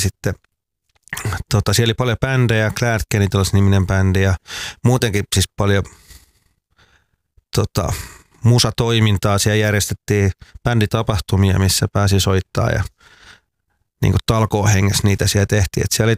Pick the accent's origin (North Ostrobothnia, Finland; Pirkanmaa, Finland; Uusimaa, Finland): Pirkanmaa, Finland; Tampere; vaikka mä koen, että olen tamperelainen, tai me ollaan, sanotaanko, että me ollaan tamperelaistuttu